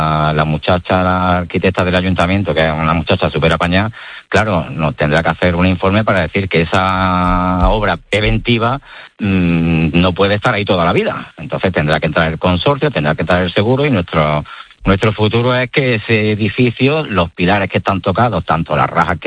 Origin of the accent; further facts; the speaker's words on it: Granada, Andalusia, Spain; la suerte que tenemos la mayoría es que somos de Granada.